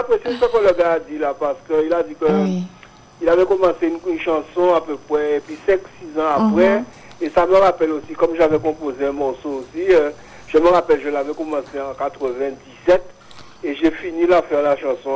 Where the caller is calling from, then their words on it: Pointe-à-Pitre, Guadeloupe; J'appelle de Pointe-à-Pitre … de Pointe-à-Pitre.